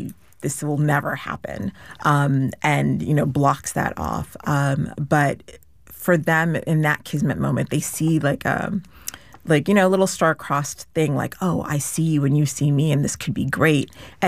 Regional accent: Shrewsbury, Massachusetts, United States; Growing up, I grew up in Massachusetts in a very small town, Shrewsbury, Massachusetts. Anyone listening from Shrewsbury, like, I hear you.

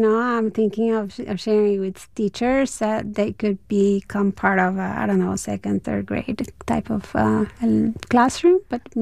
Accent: Tijuana, Baja California, Mexico; English is a second language; also born or lived in San Diego, United States; I grew up in Tijuana up until high school and I didn't speak English well until I started my college here.

